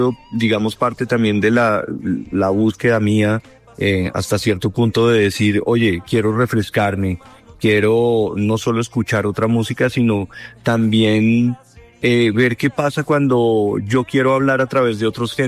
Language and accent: Spanish; Colombia; Y también uno siendo colombiano, pues uno también ha estado permeado por tanta música diferente desde niño, desde las fiestas, música tropical.